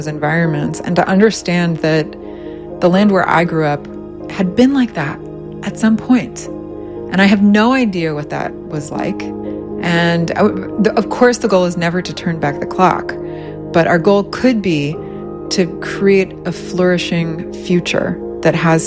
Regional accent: Connecticut, United States; Growing up in Connecticut, in the woods, it's a very different experience.

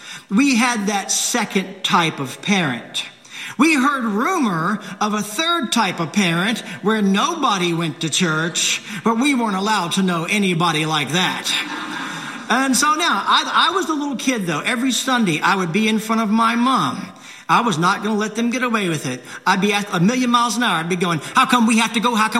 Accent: Virginia, United States; When my brother Matt and I were growing up in Eastern Virginia

